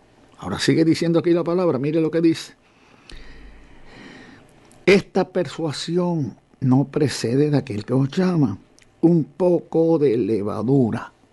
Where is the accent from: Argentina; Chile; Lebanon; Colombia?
Lebanon; moved away; Yo soy del Líbano, yo viví en el Líbano 10 años.